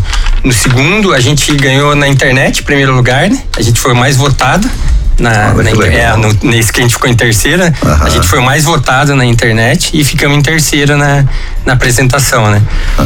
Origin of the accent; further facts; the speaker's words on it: Taubaté, São Paulo, Brazil; moved away; eu sou de Taubaté, né? E a cidade